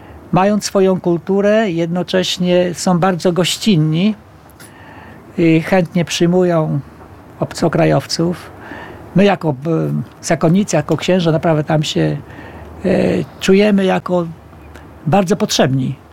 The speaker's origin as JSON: {"language": "Polish", "town": "Nowy Dwór Gdański", "region": "Pomeranian Voivodeship", "country": "Poland", "moved": "as an adult", "lives_now": "Philippines", "said": "Pochodzę ze stolicy Żuław, z Nowego Dworu Gdańskiego. Małe miasteczko, 10 tysięcy mieszkańców, ale jest stolicą."}